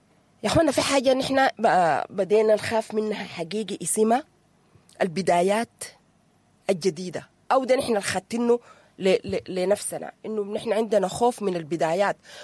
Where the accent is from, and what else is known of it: Sudan